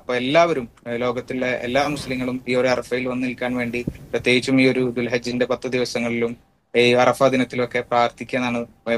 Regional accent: Vaduthala, Kerala, India; moved away as an adult; now in Jeddah, Saudi Arabia; ഞാന് നാട്ടില് തൃശ്ശൂർ ജില്ലയില് കുന്നംകുളത്തിനടുത്ത് വടുതല എന്ന് പറയുന്ന സ്ഥലത്താണ് എന്റെ വീട്. അവിടെയാണ് എന്റെ സ്വദേശം, അവിടെയാണ് ഞാൻ ഉള്ളത്.

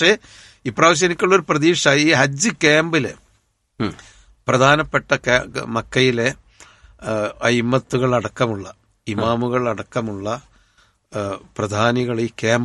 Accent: Kerala, India

